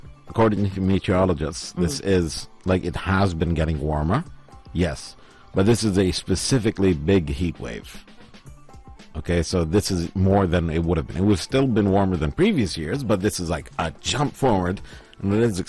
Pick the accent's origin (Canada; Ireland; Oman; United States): Oman; Salalah, Dhofar; And they're always asking me because I'm from Salala.